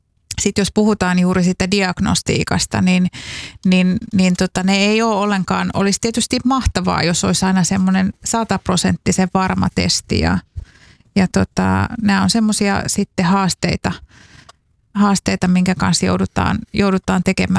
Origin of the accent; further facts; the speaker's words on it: Saarijärvi, Central Finland, Finland; Joo, nyt täytyy sanoa, että mähän olen Saarijärveltä kotoisin.